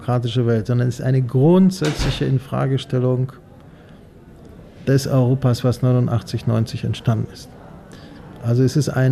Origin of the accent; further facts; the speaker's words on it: Gdańsk, Pomeranian Voivodeship, Poland; In meiner Heimatstadt Danzig die Verständigung mit skandinavischen Ländern.